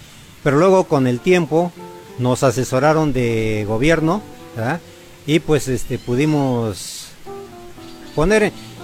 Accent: San Bartolo Tutotepec, Hidalgo, Mexico; Exactamente, somos originarios de aquí de San Bartolo Tototepec. Somos nacidos aquí en la colonia industrial

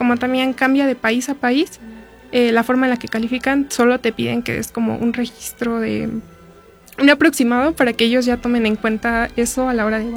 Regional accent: Hidalgo, Mexico; yo también soy del estado de Hidalgo

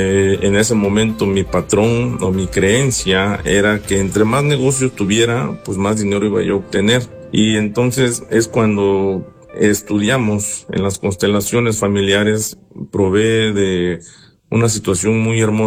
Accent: Tlapa de Comonfort, Guerrero, Mexico; Yo soy del municipio de Tlapa de Comonfort, Guerrero. Aquí tienen su casa, donde vivimos una infancia muy feliz.

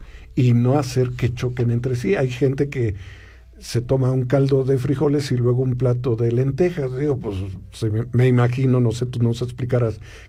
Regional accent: Alfajayucan, Hidalgo, Mexico; Yo crecí en un pueblo, en Ismiquilpan, en Alfajayucan

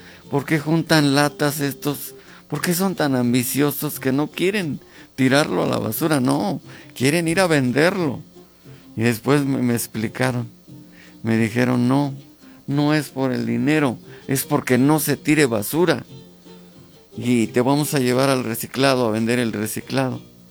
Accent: Zimapán, Hidalgo, Mexico; yo llegando a Zimapán, a México, a Hidalgo, voy a cambiar el mundo. Y me vine por eso a mi pueblo

